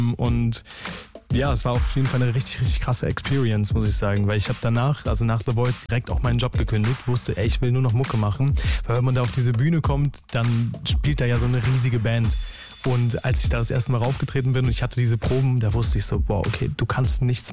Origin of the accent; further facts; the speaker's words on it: Usedom, Mecklenburg-Vorpommern, Germany; moved away as an adult; also born or lived in Cologne; now in Berlin, Germany; Ja, also nicht ursprünglich. Ich komme ursprünglich ja von der Ostsee, aber ich wohne schon ganz lange in Berlin. Ich komme aus Usedom ursprünglich.